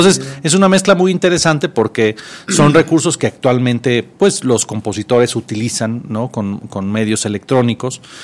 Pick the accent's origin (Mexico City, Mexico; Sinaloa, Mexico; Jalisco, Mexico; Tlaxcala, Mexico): Mexico City, Mexico; Nací en la Ciudad de México. Ahí crecí, ahí estudié en la Facultad de Música de la UNAM.